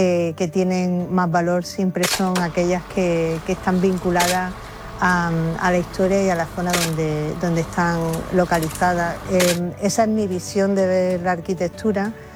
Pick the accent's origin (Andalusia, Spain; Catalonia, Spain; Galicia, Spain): Andalusia, Spain; Andújar; moved away; voy diciendo allá donde soy que soy de Andújar.